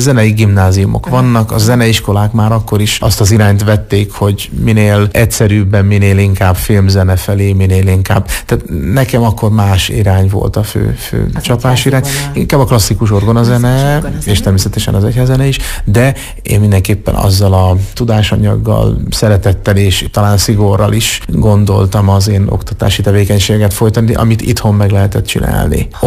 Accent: Kecskemét, Bács-Kiskun, Hungary; born there

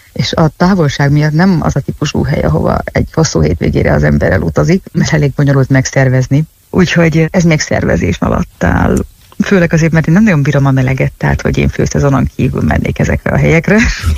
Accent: Hungary; first language Hungarian; moved away as an adult; now in Italy; alapvetően magyar vagyok, és 30 évig azért csak Magyarországon éltem

